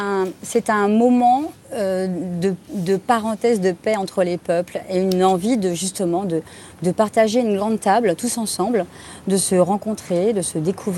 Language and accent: French; Bourgogne-Franche-Comté, France; moved away; quand je rentre dans mon village en Bourgogne